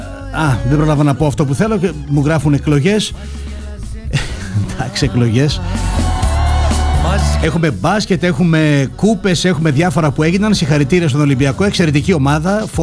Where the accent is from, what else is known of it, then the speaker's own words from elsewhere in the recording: Greece; εγώ νομίζω και ως Έλληνες θέλουμε, γιορτάζουμε.